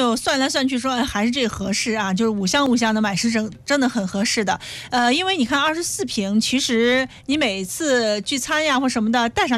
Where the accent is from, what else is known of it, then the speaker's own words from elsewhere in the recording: Shandong, China; 对于咱们山东人来说这真的是有一个特别的情感在其中哈。